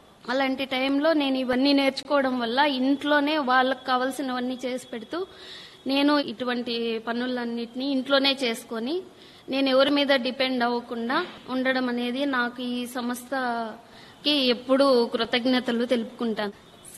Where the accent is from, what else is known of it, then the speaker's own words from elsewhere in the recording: Tirupati, Andhra Pradesh, India; నేను తిరుపతి చెర్లోపల్లి నుంచి వచ్చాను.